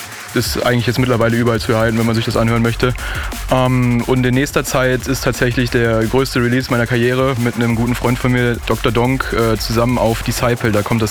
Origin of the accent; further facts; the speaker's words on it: North Rhine-Westphalia, Germany; ich komme aus der Region Köln, Aachen, wenn man es genau nehmen möchte.